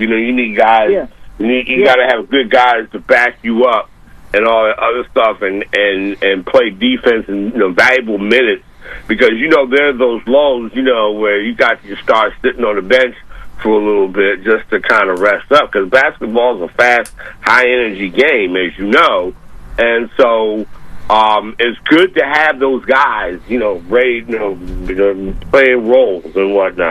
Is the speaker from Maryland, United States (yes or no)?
yes; Baltimore, Maryland, United States; even though I grew up in Baltimore